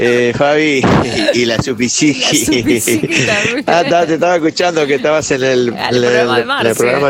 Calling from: Buenos Aires, Argentina; acá de Buenos Aires.

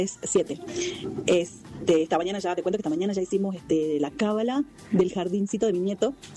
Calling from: Palpalá, Jujuy, Argentina; de Palpalá.

